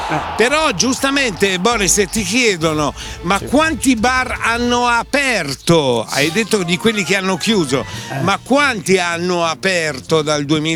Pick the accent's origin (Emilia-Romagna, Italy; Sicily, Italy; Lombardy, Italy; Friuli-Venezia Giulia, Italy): Lombardy, Italy; Sesto San Giovanni; a Sesto, dove ero, sono cresciuto, a Sesto San Giovanni